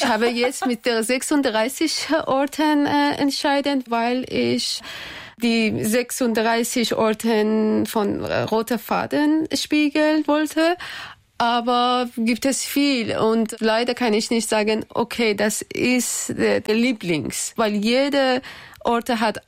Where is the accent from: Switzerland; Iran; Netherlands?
Iran; German is a second language; now in Hannover, Germany; meiner eigenen Erfahrung als Iranerin, sie in einem diktatorischen Land war